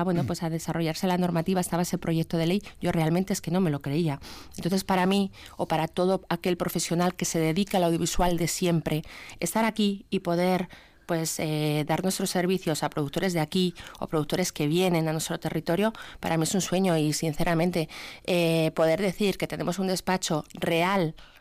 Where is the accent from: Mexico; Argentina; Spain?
Spain; Madrid, Community of Madrid; now in Basque Country, Spain; Yo soy de Madrid, yo aquí mucho tiempo